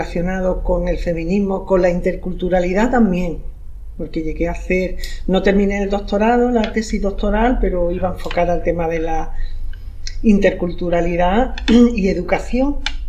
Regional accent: Melilla, Spain; soy de Melilla.

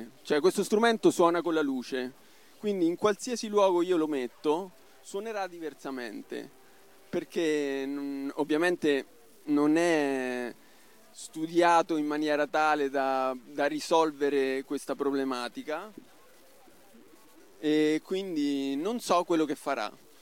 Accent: Recanati, Marche, Italy; Vengo da Recanati assieme al prode Vanni

